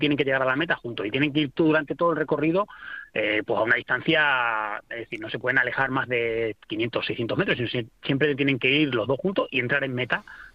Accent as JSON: {"language": "Spanish", "region": "Extremadura", "country": "Spain", "said": "Yo soy de Castañar"}